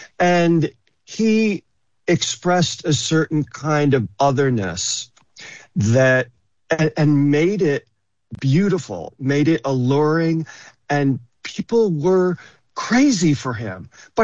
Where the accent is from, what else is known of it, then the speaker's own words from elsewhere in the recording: Greece, New York, United States; Yes. I was born in the early 60s, and I grew up in Greece.